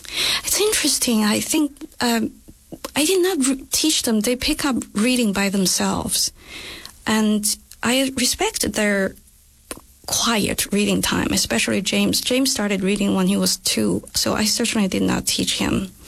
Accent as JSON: {"language": "English", "country": "China", "tie": "born or raised there", "said": "So I grew up in China, and for instance, when I was little"}